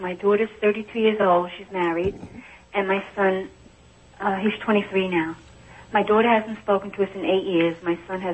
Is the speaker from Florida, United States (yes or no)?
yes; Florida, United States